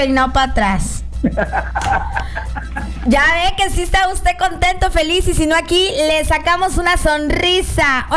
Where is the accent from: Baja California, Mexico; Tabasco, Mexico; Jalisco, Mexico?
Tabasco, Mexico; Jalpa de Méndez; also born or lived in Nacajuca / Tacotalpa / Cunduacán / Villahermosa; también soy de Jalpa de Méndez, soy de Nacajuca, Jalpa, Tacotalpa, Cunduacán y Villahermosa, así que yo soy de todos lados y de ninguno.